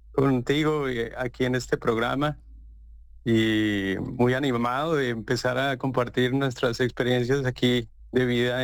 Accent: Colombia; moved away as an adult; now in Thailand; la con la que yo crecí en Colombia, ¿no?

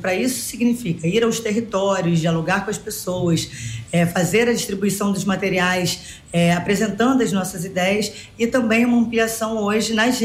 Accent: Rio de Janeiro, Brazil; Eu sou nascida e criada na Maré. A minha mãe, a minha família, hoje ainda vivem na Maré.

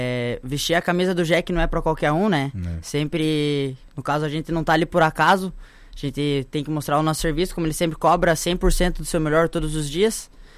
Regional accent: Porto União, Santa Catarina, Brazil; Sou de Porto União.

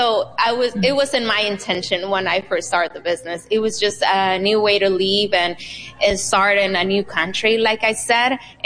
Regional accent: Sinaloa, Mexico; Banda. I'm from Sinaloa.

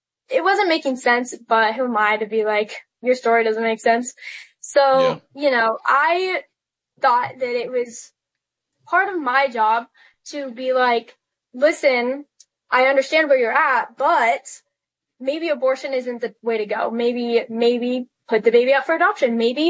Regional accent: Idaho, United States; which is weird for the state that I grew up in. I grew up in Idaho, and it's just weird to see a liberal town, liberal high school.

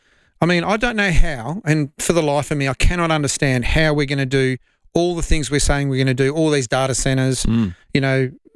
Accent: Australia; And I thank him very much as an Australian citizen.

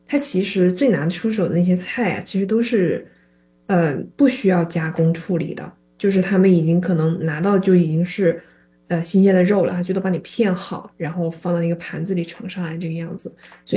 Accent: Chongqing, China; now in Seattle, United States; 我是重庆人

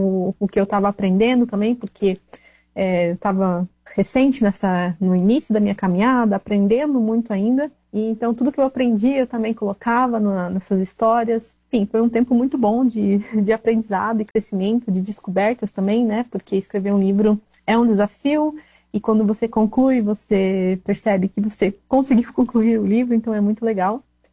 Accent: South Region, Brazil; moved away as an adult; now in North Region, Brazil; eu sou do Sul. Aí nesse tempo eu mudei pro Norte

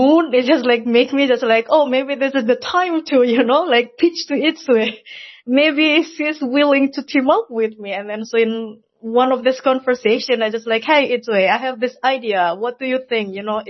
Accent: Indonesia; English is a second language; moved away as an adult; now in Hamburg, Germany; so I'm originally from Indonesia, but somehow I living in Germany. I've been 10 years living in Germany.

